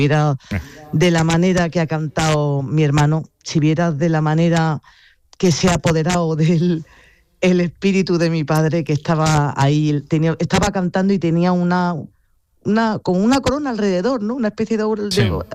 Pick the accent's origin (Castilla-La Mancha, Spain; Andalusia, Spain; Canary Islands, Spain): Andalusia, Spain; Granada; yo soy de Granada, soy una enamorada de mi tierra